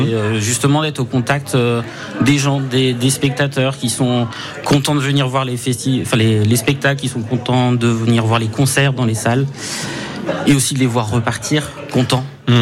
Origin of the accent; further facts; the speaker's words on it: Coutances, Normandy, France; je suis coutancé. Je suis né à Coutances